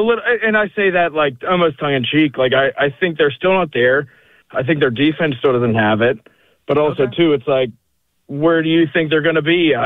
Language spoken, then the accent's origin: English; Pittsburgh, Pennsylvania, United States; So where I'm from Pittsburgh, and I'm an Aaron Donald guy from Pittsburgh.